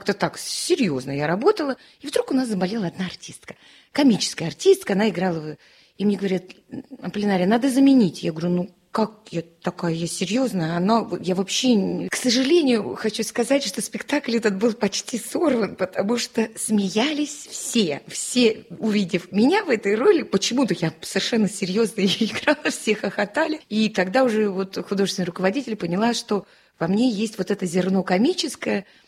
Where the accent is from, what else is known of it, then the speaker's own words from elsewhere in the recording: Yaroslavl, Yaroslavl Oblast, Russia; На время поехали, папа мой здесь родился, а уже я родилась в Ярославле, как-то, ну, осили, ассимилировались, я вообще ни о чем не жалею, прекрасный город